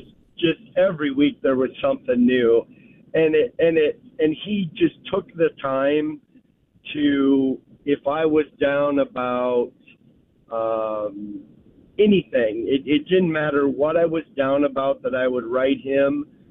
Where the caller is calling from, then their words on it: Wood River, Nebraska, United States; I'm calling from Wood River, Nebraska.